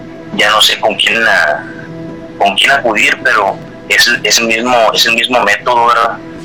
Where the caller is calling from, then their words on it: Monclova, Coahuila, Mexico; Desde Monclova, Coahuila